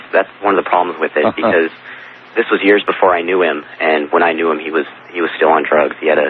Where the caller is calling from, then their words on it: Devore, California, United States; in DeVore, California.